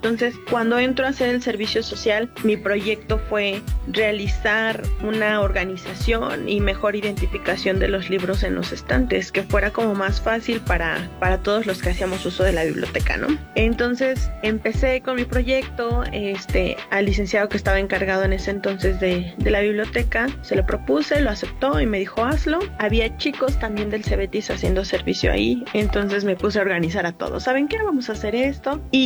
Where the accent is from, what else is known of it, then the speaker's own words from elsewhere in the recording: Ciudad Sahagún, Hidalgo, Mexico; Bueno, yo soy originaria del municipio de Tepeapulco, específicamente de Ciudad Sahagún. Aquí crecí y pues siempre he vivido aquí.